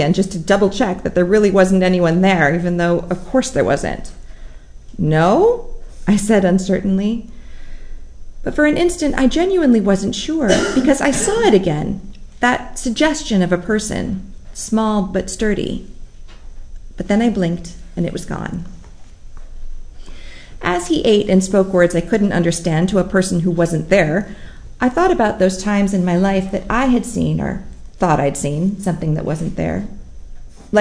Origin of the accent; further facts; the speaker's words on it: Volcano, Hawaii, United States; I grew up in Volcano.